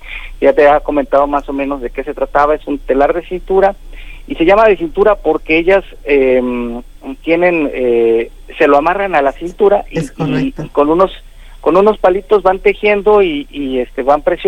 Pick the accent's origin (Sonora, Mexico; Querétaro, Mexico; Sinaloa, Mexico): Querétaro, Mexico; Landa de Matamoros; somos el municipio de Landa es uno de los municipios que tiene parte de la Huasteca